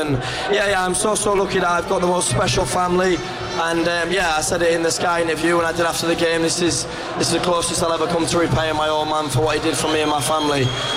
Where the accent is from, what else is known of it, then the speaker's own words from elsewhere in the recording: Hull, Yorkshire and the Humber, United Kingdom; to stand here as captain of my hometown club